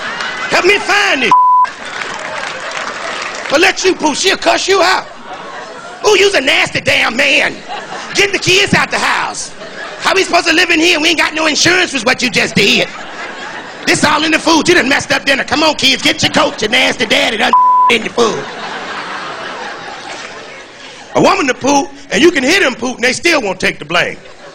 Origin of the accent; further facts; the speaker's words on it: Chicago, Illinois, United States; You see, I'm from the Midwest. I'm from Chicago. That's right, the Chi-Town where we party at.